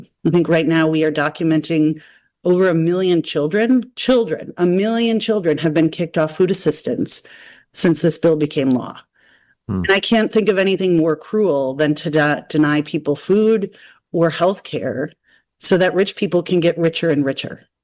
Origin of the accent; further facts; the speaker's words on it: Wisconsin, United States; there's one that is about, you know, 20 miles up the road from my hometown, and in a very small town, a pretty Republican part of the country, on north of Milwaukee in Port Washington, Wisconsin.